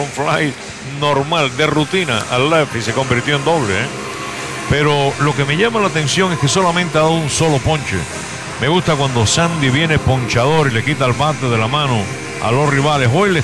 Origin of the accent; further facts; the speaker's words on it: Camajuaní, Villa Clara, Cuba; moved away; felicidades para todas las madres en mi terruño querido, Camajuaní.